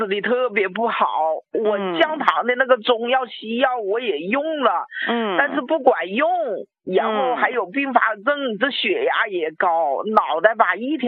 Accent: Wuhan, Hubei, China; 我是武汉的

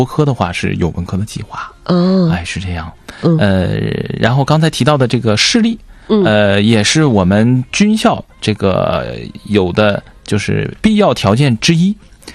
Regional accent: Changchun, Jilin, China; moved away as an adult; now in Xi'an, China; 我在长春生活了18年，然后呢上大学的时候去了西安，一直到现在，所以实际上我是回家乡来宣传这个我的大学。

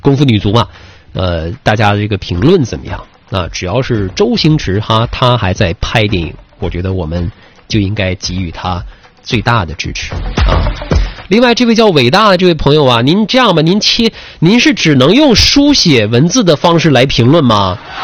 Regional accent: Northeast China, China; 你别看我是东北人，但我一点不喜欢冬天。

